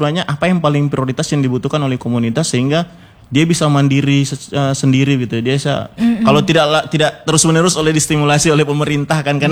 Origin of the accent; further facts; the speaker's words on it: North Sulawesi, Indonesia; Kampung saya Lenganing